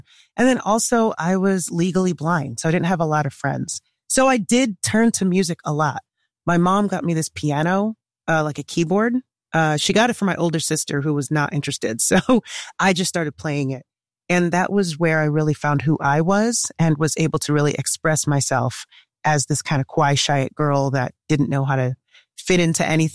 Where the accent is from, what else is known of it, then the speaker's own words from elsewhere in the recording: Ithaca, New York, United States; But I grew up in Ithaca, and with my parents being Nigerian, you know, we were a very immigrant household.